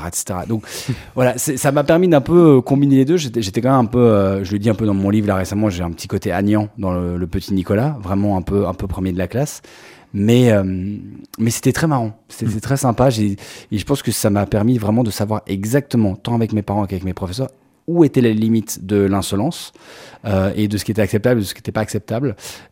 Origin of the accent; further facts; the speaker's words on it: Brussels, Brussels-Capital Region, Belgium; j'ai grandi en Belgique. Alors, je suis franco-belge, mais j'ai toujours vécu ici. J'ai fait mes études à Bruxelles et en banlieue bruxelloise, à Rode-Saint-Genèse.